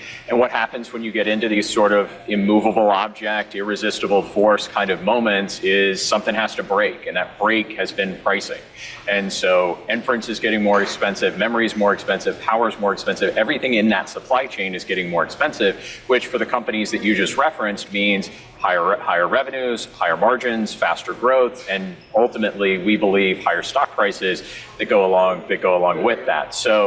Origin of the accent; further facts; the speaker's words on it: Alabama, United States; There's a data center, Paul referenced, you know, my home state of Alabama.